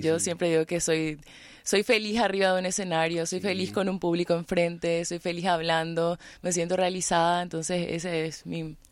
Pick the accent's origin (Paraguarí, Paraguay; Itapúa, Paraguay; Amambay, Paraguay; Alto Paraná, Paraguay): Alto Paraná, Paraguay; Santa Rita; moved away as an adult; now in Asunción, Paraguay; Yo soy oriunda de Santa Rita y hace como 3 años vine a Asunción